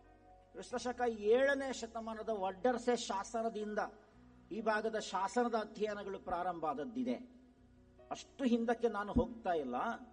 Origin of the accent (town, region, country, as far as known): Karnataka, India